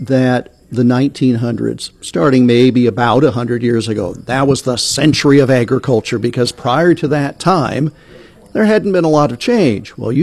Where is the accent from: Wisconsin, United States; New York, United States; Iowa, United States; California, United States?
Iowa, United States; I've lived in Iowa my entire life, but I don't have an ag background.